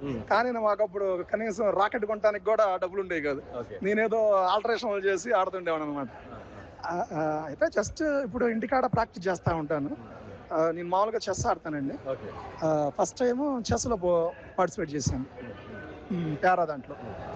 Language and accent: Telugu; Narasaraopet, Andhra Pradesh, India; నేను నరసరావుపేట డివిజన్ నుంచి వచ్చాను.